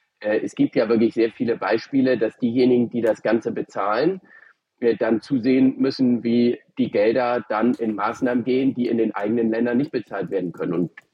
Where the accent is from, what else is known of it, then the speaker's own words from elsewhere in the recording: Hamburg, Germany; Da blutet mir manchmal das Herz als Hamburger, dass viele Hamburg gar nicht so kennen.